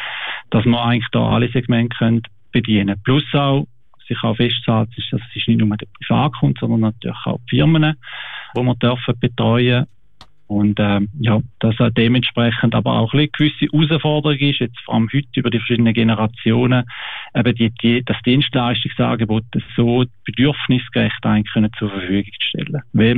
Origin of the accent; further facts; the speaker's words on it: Willichingen, Switzerland; Mein Vater ist von Helsinki. Schon lange aber in der Schweiz und meine Mutter ist von Willichingen. Wir sind in Willichingen aufgewachsen.